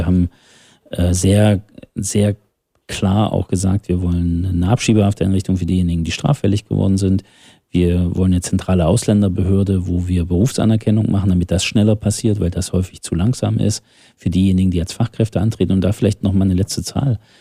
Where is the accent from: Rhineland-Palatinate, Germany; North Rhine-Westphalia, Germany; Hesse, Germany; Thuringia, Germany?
Thuringia, Germany; Wenn Sie sich angucken, ich komme aus dem Saale-Holstein-Kreis, in Eisenberg war die Erstaufnahmeeinrichtung Thüringens